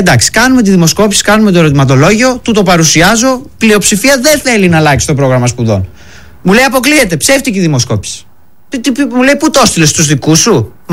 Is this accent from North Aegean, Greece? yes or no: no; Thessaloniki, Central Macedonia, Greece; Θεσσαλονίκη.